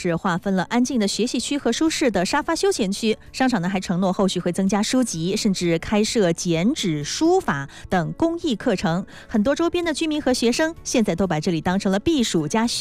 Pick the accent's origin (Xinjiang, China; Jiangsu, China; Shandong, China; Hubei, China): Hubei, China; Wuhan; 咱们武汉人